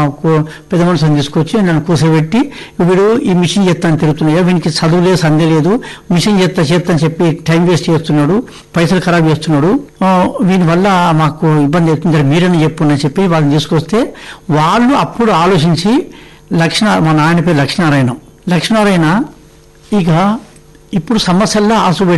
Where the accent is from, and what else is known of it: Sharajipet, Telangana, India; born or raised there